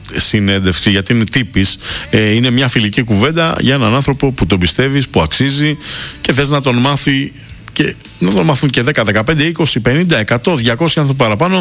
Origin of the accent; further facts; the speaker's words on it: Artemida, Attica, Greece; Εγώ τη λέω Λούτσα γιατί εκεί ουσιαστικά έχω μεγαλώσει, είναι σαν να είναι το χωριό μου.